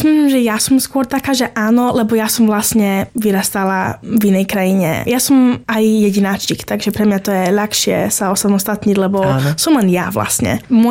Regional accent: England, United Kingdom; Slovak is a second language; ja mám kamarátky aj doma v Anglicku

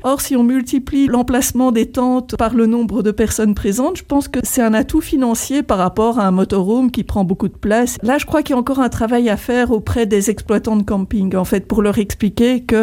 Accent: Brussels, Belgium; On vient de Bruxelles, une ville où on pourrait se faire dérober toutes nos affaires près d'une gare.

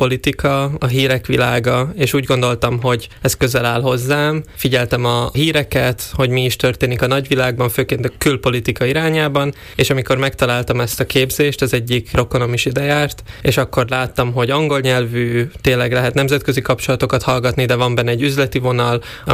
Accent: Štúrovo, Nitra Region, Slovakia; moved away as an adult; now in Budapest, Hungary; Most töltöttem be a 21. életévemet, egyébként Párkányból származom, oda jártam általános iskolába és gimnáziumba is, jelenleg pedig Budapesten a Nemzetközi Üzleti Főiskolán tanulok

